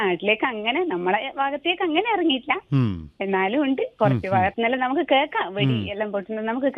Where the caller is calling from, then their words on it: Iritty, Kerala, India; ഇത് ഇരിട്ടി ആറളം.